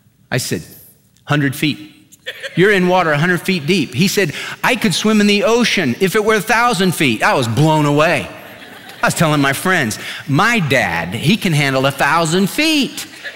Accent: California, United States; When I was a little kid, we had a pool in my backyard growing up in California. I was the fifth of six kids

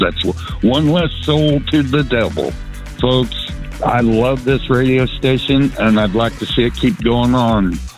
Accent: Topeka, Kansas, United States; I'm from Topeka, Kansas. I run a trash route here in Topeka.

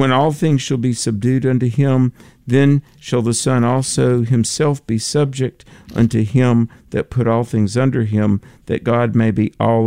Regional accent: North Carolina, United States; Let's go to my home state of North Carolina.

